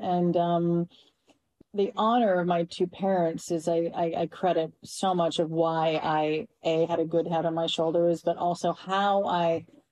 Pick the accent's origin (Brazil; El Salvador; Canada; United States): Canada; Like, my parents, I was raised in Canada, fully indoctrinated to doubt everything in the U.S.